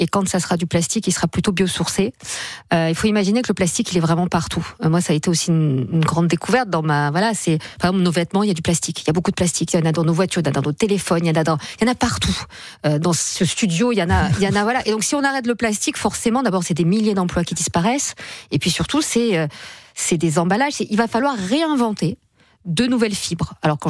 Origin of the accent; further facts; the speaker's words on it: south of France, France; moi je viens du sud de la France, la tomate, il y avait d'abord le parfum, et après il y avait ce goût incroyable